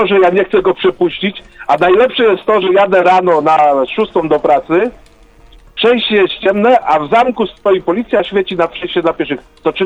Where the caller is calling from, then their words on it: Serby, Lower Silesian Voivodeship, Poland; bo mieszkam w Serbach.